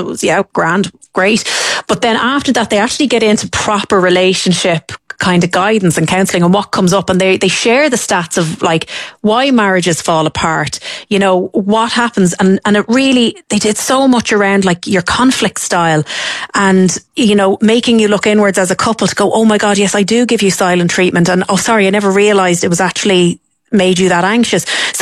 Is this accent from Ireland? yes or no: yes; Artane, Leinster, Ireland; because I grew up in Artane, so I had to go over there.